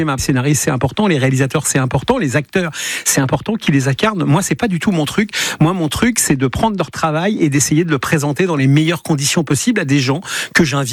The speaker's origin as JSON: {"language": "French", "town": "Elbeuf", "region": "Normandy", "country": "France", "tie": "born or raised there"}